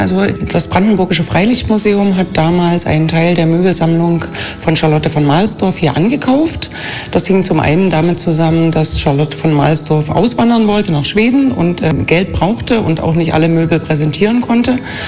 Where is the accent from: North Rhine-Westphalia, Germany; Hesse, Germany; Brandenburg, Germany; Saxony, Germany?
Saxony, Germany; Dresden; Ich komme aus dem Bergland, also aus Dresden.